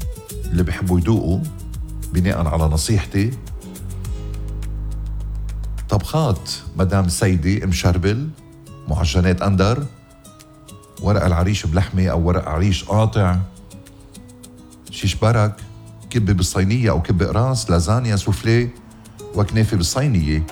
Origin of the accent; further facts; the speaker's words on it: Ghazir, Keserwan-Jbeil, Lebanon; ويعقوب الحداد الكبوشي ابن ضيعتي غزير